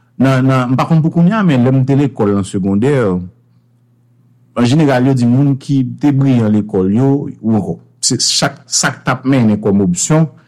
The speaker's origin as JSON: {"language": "French", "town": "Port-au-Prince", "region": "Ouest", "country": "Haiti", "also_born_or_lived": "Grand'Anse / Sud", "said": "je viens de Port-au-Prince."}